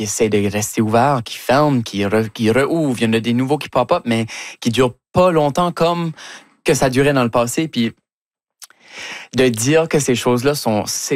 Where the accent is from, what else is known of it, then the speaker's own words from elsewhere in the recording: Shediac, New Brunswick, Canada; now in Montreal, Canada; je veux retourner à pas Moncton, à Shediac, là où j'ai grandi.